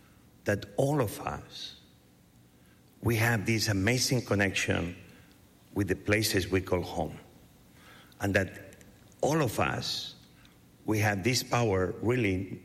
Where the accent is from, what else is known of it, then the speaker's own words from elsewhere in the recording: Barcelona, Catalonia, Spain; moved away; also born or lived in Asturias; Because even I was born in Asturias, very young, I moved to Barcelona. Asturias and Barcelona are two different places. Maybe it's Spain, but it's day and night.